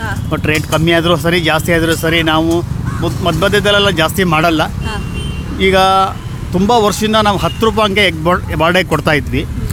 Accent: Sagara, Karnataka, India; now in Shivamogga, India; ನಾವು ಮೂಲತಃ ಸಾಗರ, ಸಾಗರದಿಂದ ಮುಂದೆ ಹಳ್ಳಿ ಹುಣಸೂರು ಅಂತೇಳಿ ನಮ್ಮೂರು. ನಾವು ಶಿವಮೊಗ್ಗ ಬಂದು 87 ಶಿವಮೊಗ್ಗ ರೀಚ್ ಆಗಿದ್ದು. ನಾವು 95 ಇಲ್ಲಿ ಅಂಗಡಿ ಓಪನ್ ಮಾಡಿದ್ದು

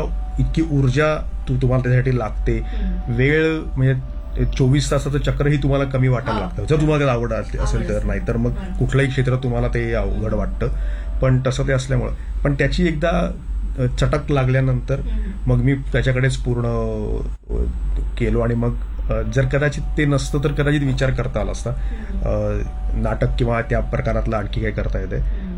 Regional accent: Talegaon Dabhade, Maharashtra, India; also born or lived in Pune; मी अर्थात तळेगाव, दाभडे हे मला म्हटलं माझ्या गावात होतो, ते पण खूप महत्वाचं गाव आहे.

